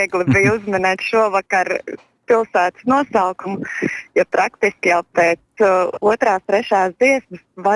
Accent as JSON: {"language": "Latvian", "town": "Valmiera", "region": "Vidzeme", "country": "Latvia", "said": "Tātis esmu no Valmieras."}